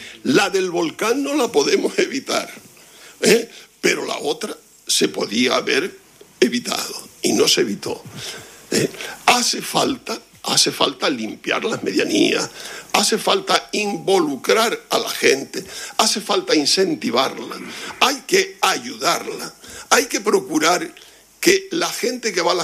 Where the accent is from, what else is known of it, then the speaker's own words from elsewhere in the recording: La Palma, Canary Islands, Spain; born there; now in Santa Cruz de La Palma, Spain; La zona donde yo vivo, donde vivo en Santa Cruz, pero donde me crié y donde temporalmente vivo